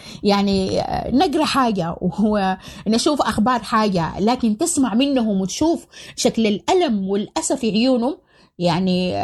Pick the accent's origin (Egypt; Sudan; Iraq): Sudan; moved away; وكنت أنا يعني سودانية